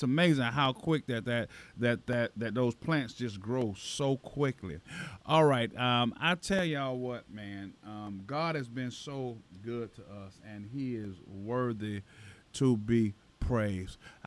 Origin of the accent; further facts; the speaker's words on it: Florida, United States; now in Quad Cities, United States; We grew up in Florida together.